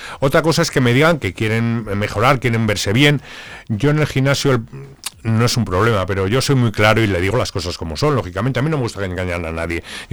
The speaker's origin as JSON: {"language": "Spanish", "town": "Zamora", "region": "Castile and León", "country": "Spain", "said": "y cuando me encuentro a mis compañeros saben que yo soy de Zamora."}